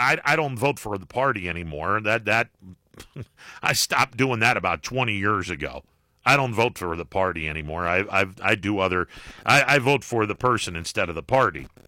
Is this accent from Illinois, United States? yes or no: no; Youngstown, Ohio, United States; I'm down a little south of you, but yeah, I'm born and raised in the Youngstown area.